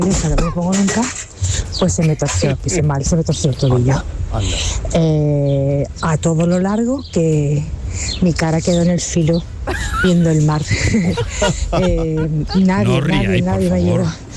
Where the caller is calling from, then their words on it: Seville, Andalusia, Spain; de Sevilla.